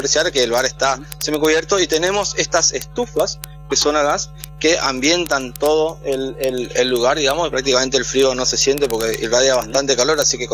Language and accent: Spanish; Argentina